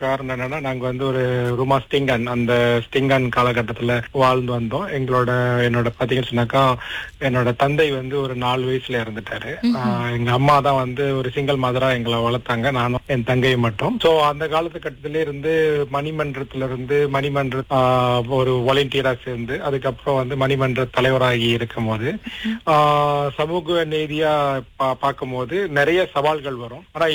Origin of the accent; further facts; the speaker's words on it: Taiping, Perak, Malaysia; நான் வந்து தைப்பிங் என்ற ஊர்ல, பேரா மாநிலத்துல தைப்பிங் என்ற ஊர்ல வந்து 1973 பிறந்தேன்.